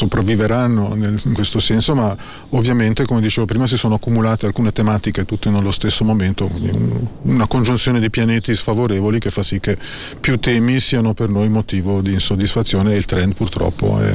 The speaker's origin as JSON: {"language": "Italian", "region": "Ticino", "country": "Switzerland", "said": "come ticinese, come ticino"}